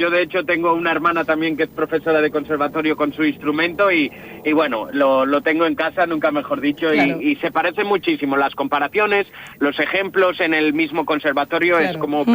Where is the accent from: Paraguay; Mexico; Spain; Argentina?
Spain; Vigo, Galicia; Yo soy gallego, en Vigo